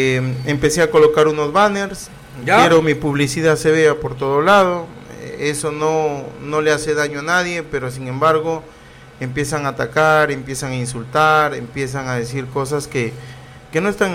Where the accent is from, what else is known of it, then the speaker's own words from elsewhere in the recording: Túcume, Lambayeque, Peru; Participamos como un ciudadano más de este pueblo que me vio nacer, crecer. Mi abuelo fue autoridad, fue alcalde, mi madre una excelente persona, yo vengo de familia muy bien vista en mi pueblo